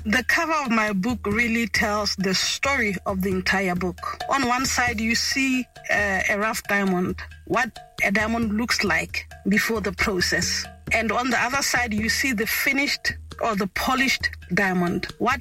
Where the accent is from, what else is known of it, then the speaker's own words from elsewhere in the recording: Lobatse, South-East District, Botswana; I was born and bred in Lobatse, Banzenzatse.